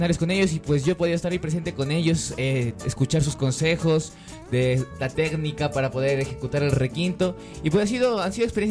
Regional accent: Ecuador; ritmos ecuatorianos nativos de aquí de nuestro país

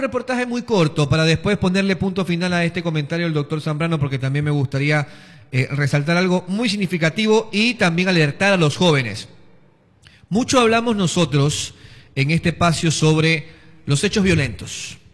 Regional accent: Manta, Manabí, Ecuador; yo soy de Manta

